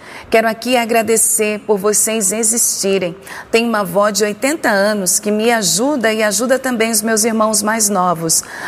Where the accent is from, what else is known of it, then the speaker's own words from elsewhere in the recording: Três Cachoeiras, Rio Grande do Sul, Brazil; sou natural de Três Cachoeiras, no Rio Grande do Sul.